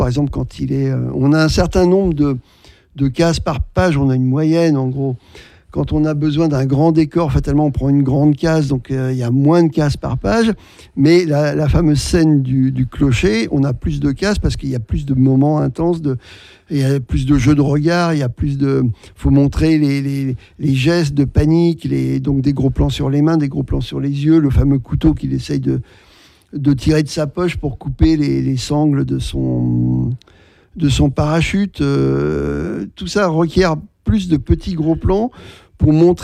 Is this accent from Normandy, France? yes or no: yes; Normandy, France; moi en plus, je suis normand